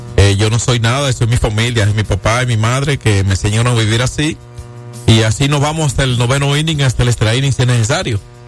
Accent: Dominican Republic; en mi país, este país mío, no mío solo, pero mío

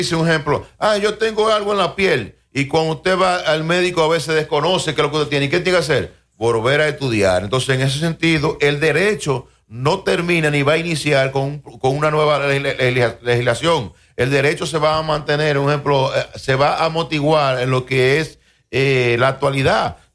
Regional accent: Dominican Republic; todos somos dominicanos.

